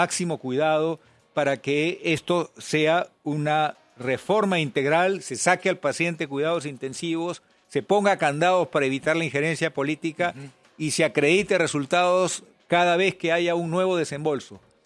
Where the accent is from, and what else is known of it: Peru